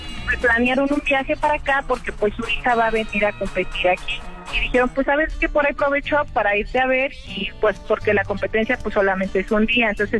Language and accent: Spanish; Mexico City, Mexico; now in Guadalajara, Mexico; Sí, verdad. Cada que hay aquí unas. Yo vengo de México. Me vine a vivir para acá.